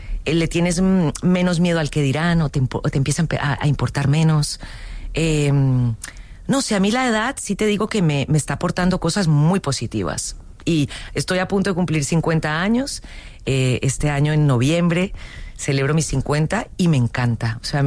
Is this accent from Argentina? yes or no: no; Colombia; moved away as an adult; also born or lived in United States; now in Spain; soy una colombiana que llegó un poco intrusa a la industria española, sin conocer a nadie, sin saber nada aquí